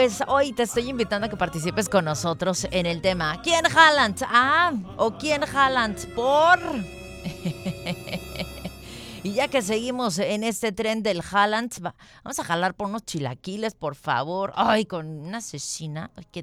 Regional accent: Mexico

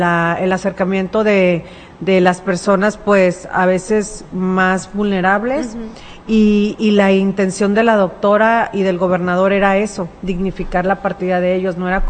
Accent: Mexico; de nosotros como mexicanos, como sociedad, es como que hay esa partecita que nos da miedo del el prever.

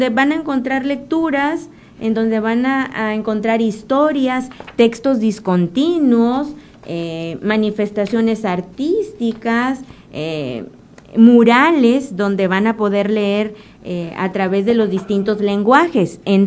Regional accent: Nayarit, Mexico; nuestra identidad como mexicanos y como nayaritas, por supuesto.

